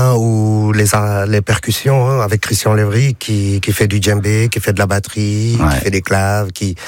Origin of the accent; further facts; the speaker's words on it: Reims, Grand Est, France; Nous sommes tous des Rémois.